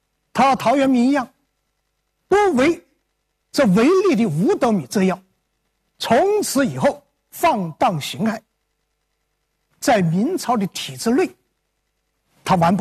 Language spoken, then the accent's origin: Chinese; Ji'an, Jiangxi, China; 那就是我的家乡江西吉安，吉安府。